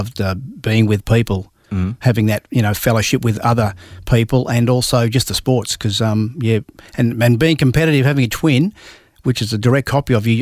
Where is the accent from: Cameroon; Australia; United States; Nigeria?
Australia; South Caulfield, Victoria; Well, I grew up in South Caulfield, mm-hmm. which is in Victoria, in a middle-class family.